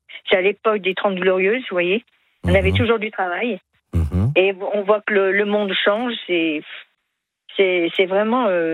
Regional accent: Vallon-Pont-d'Arc, Auvergne-Rhône-Alpes, France; Je suis plutôt issue de l'Ardèche.

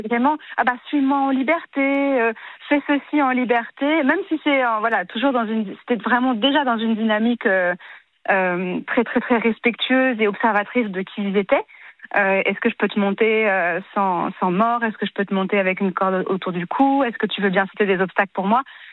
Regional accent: Maisons-Laffitte, Île-de-France, France; J'ai grandi à Maisons-Lafitte, en région parisienne.

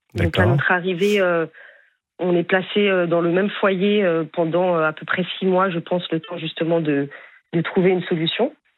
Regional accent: France; c'est d'avoir d'être né en France. On a grandi en France, on avait les papiers français.

